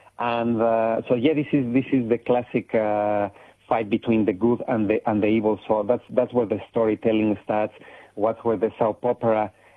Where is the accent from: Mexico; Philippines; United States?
Mexico